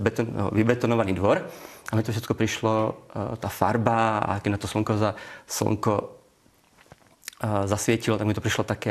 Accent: Moravia, Czechia; Slovak is a second language; moved away as an adult; now in Slovakia; Ako počuť na mojom hlase, áno, pochádzam z Českej republiky, konkrétne z Moravy.

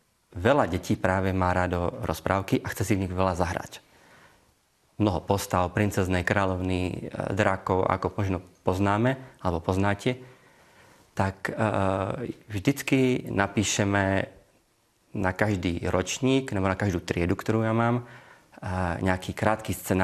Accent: Moravia, Czechia; Slovak is a second language; moved away as an adult; now in Slovakia; Ako počuť na mojom hlase, áno, pochádzam z Českej republiky, konkrétne z Moravy.

